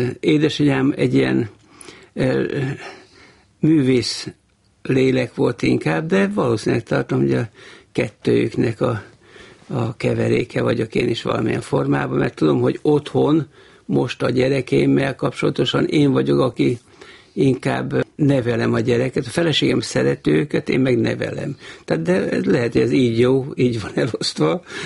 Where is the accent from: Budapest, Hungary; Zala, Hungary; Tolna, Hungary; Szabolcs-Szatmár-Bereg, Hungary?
Szabolcs-Szatmár-Bereg, Hungary; Nyíregyháza; also born or lived in Kondoros; én Kondroson születtem még, két nővéremmel együtt. Öcsém, aki 10 éve fiatalabb, az már Nyíregyházán született. 2 éves koromban, tehát 40-ben áthelyeztek vitték édesapámat Nyíregyháza